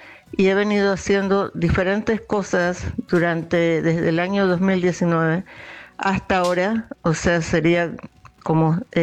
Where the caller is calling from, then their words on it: Reconquista, Santa Fe, Argentina; de Reconquista, Santa Fe.